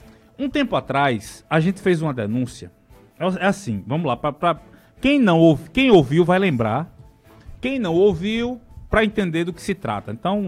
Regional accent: Santa Rita, Paraíba, Brazil; aqui em Santa Rita tinham aqui, na frente da Coronel Domiciano, que é uma das ruas onde eu fui criado.

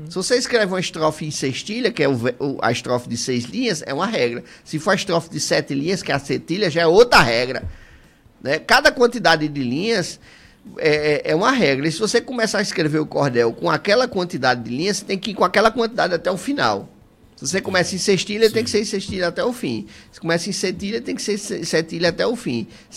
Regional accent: Northeast Brazil, Brazil; quanto mais eu sou nordestino, mais eu me orgulho de ser.

